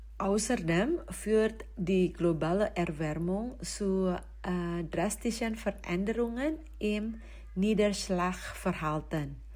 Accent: Indonesia; moved away as an adult; now in Germany; Ich komme aus Indonesien. Seit 2018 wohne ich mit meinem Mann und meiner Tochter in Deutschland.

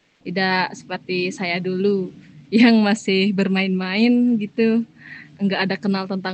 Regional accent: Les, Bali, Indonesia; Saya dari Desa Les.

